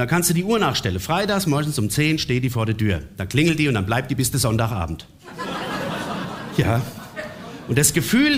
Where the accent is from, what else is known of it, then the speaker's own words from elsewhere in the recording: Offenbach am Main, Hesse, Germany; ich komme ja aus Offenbach, das wisst ihr.